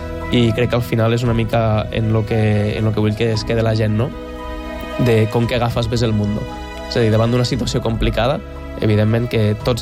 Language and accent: Catalan; Freginals, Catalonia, Spain; Freginals, que és el meu poble.